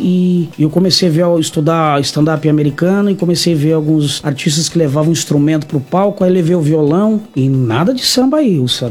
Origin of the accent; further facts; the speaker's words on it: São Paulo, Brazil; Falando do lado, eu sou da São Miguel, Curuçá Velha, né?